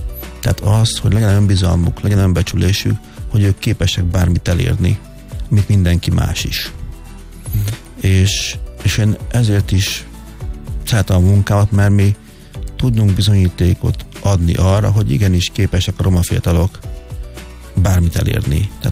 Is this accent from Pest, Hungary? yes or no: no; Szabadszállás, Bács-Kiskun, Hungary; moved away; szabadszállásra onnan származom